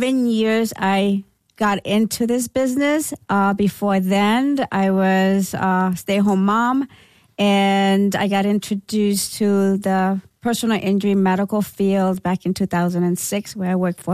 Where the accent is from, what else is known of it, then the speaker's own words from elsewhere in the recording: New York, United States; moved away as an adult; also born or lived in Rio Piedras, Puerto Rico; now in Lehigh Valley, Pennsylvania, United States; So I come from Puerto Rico. I grew up in New York, Brooklyn, New York. And then I moved out here.